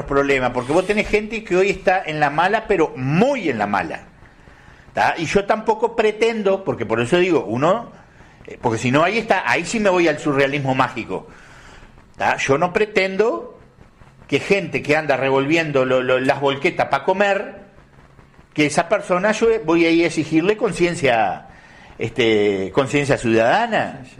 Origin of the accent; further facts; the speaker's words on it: Uruguay; nosotros tenemos que entender los uruguayos